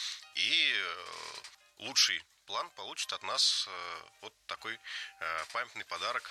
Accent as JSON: {"language": "Russian", "region": "Sverdlovsk Oblast", "country": "Russia", "said": "Я из Свердловской области."}